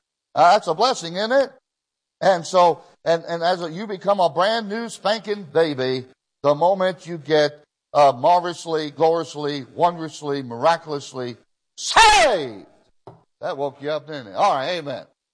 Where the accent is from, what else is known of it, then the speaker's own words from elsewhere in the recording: Israel; Now, when I was in Israel, I grew up in Israel all my young life